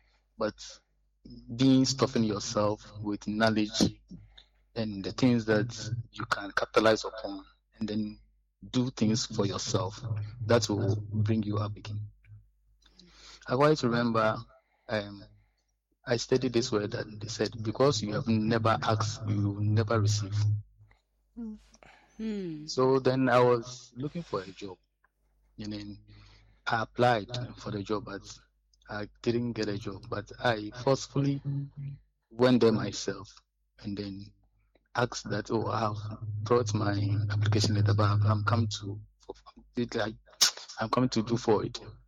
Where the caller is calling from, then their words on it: Tema, Greater Accra, Ghana; I'm calling from Tema.